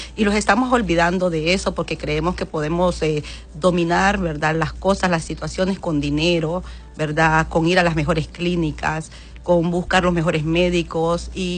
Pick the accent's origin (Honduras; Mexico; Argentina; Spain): Honduras; nosotros como hondureños